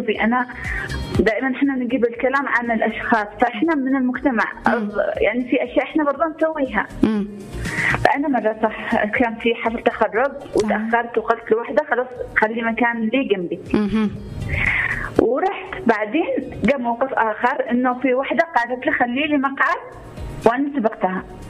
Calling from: Turabah, Makkah Province, Saudi Arabia; انا اكلمكم من التربه.

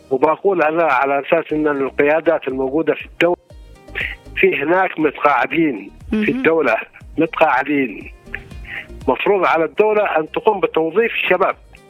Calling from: Lahij, Yemen

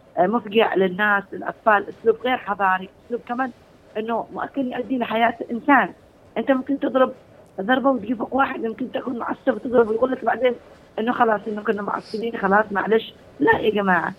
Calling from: Yemen; بثقافتنا كيمنيين

